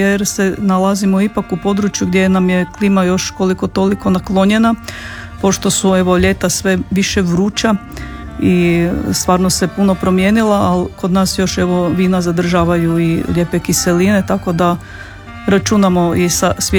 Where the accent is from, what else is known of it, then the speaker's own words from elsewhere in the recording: Hrvatsko Zagorje, Croatia; Ja sam iz Hrvatskog Zagorja.